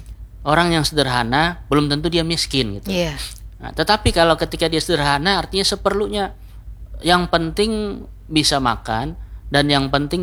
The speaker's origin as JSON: {"language": "Indonesian", "region": "South Kalimantan", "country": "Indonesia", "said": "Kalau kita orang Banjar Bahari ya, mungkin masih ingat tikar purun pula."}